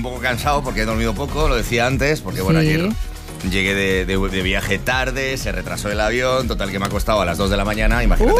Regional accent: Santiago de Compostela, Galicia, Spain; moved away; por mi ciudad, por Santiago?

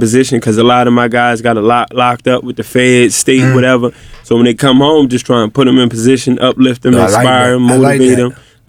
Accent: Baltimore, Maryland, United States; So me, I'm coming straight from East Baltimore, down the hill.

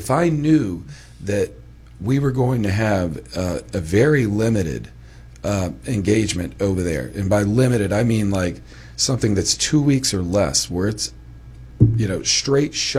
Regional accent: United States; this is me as an American.

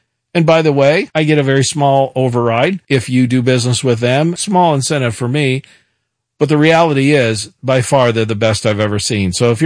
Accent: Kansas City, Missouri, United States; I born and raised in Kansas City, but I'd never gone to a Monday night football game.

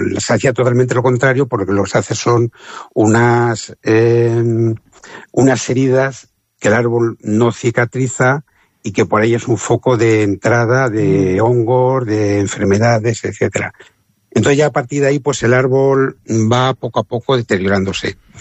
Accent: Campo de Criptana, Castilla-La Mancha, Spain; born there; yo me he dedicado exclusivamente a Campo de Cristana, que es mi pueblo.

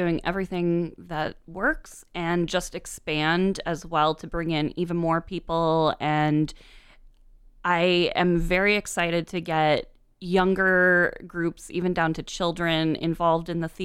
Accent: Sterling, Illinois, United States; also born or lived in Peoria; I grew up in Sterling, Illinois. I was born in Peoria, but that was it. Then I went back to Sterling.

